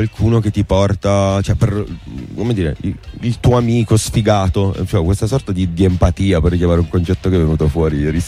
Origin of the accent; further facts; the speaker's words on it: Sicily, Italy; accent: Sicilian; il mio accento siciliano